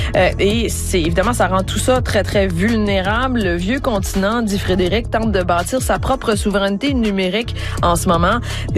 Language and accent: French; Canada; la Société cartographique royale chez nous au Canada